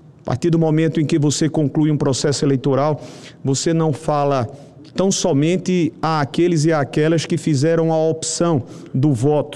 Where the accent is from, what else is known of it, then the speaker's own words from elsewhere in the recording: Northeast Region, Brazil; eu sou nordestino